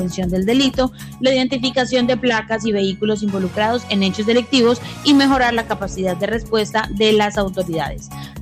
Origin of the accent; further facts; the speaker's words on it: Colombia